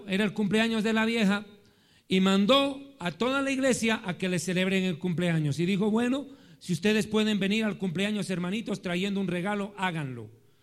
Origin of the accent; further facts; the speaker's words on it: Bolivia; tan jailones, como decimos en Bolivia